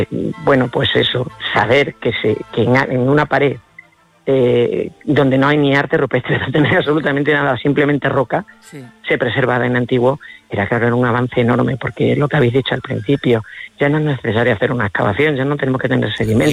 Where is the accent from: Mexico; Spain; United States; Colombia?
Spain; Extremadura